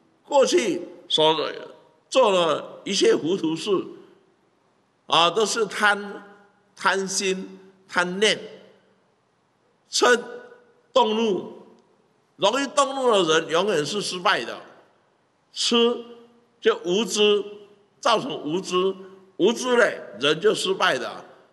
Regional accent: Taiwan; 因为台湾是我们在这里土生土长，给我们教育，给我们长大

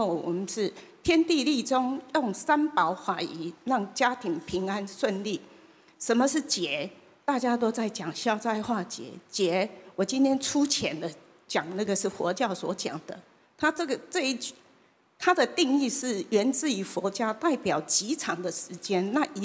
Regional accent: Taiwan; accent: Taiwanese Hokkien; Chinese is a second language; 容许我讲台语啊

